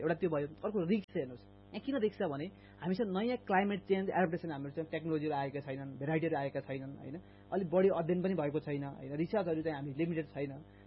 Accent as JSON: {"language": "Nepali", "region": "Karnali Province", "country": "Nepal", "tie": "born or raised there", "said": "म एउटा कृषि पढेको छु मेरो घर कर्णाली हो"}